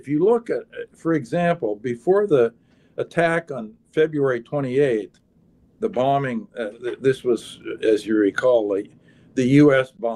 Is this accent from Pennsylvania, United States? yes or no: no; Iowa, United States; moved away; the Midwest where I grew up in Iowa